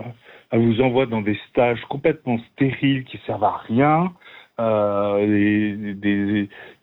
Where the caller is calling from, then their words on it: Châtel-Saint-Denis, Fribourg, Switzerland; Quand j'avais déménagé à Châtel